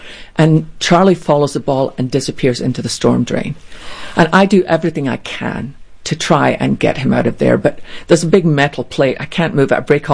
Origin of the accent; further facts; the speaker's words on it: Scotland, United Kingdom; when I was growing up in Scotland at our little church, I loved our Tuesday night prayer meeting.